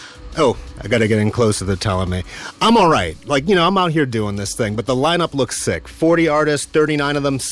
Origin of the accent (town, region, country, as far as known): California, United States; born or raised there